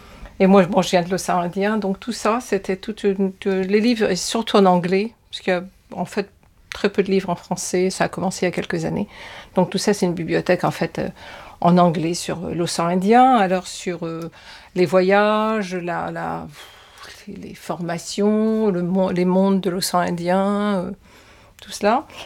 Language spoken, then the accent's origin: French; Réunion, France